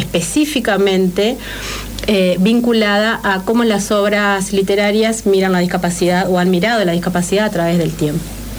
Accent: Argentina; nosotros como sociedad argentina

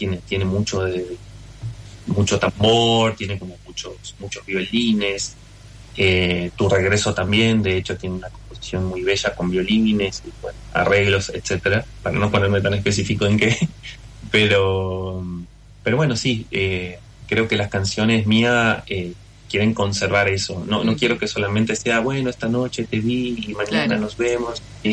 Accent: Paraná, Entre Ríos, Argentina; soy el único de Paraná que se enteró, que se anotó.

